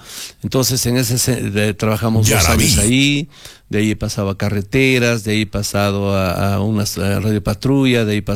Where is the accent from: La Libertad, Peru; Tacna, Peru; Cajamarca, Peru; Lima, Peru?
Cajamarca, Peru; Celendín; moved away as an adult; now in Arequipa, Peru; yo soy de Selendín, he trabajado más de 19 años acá en Arequipa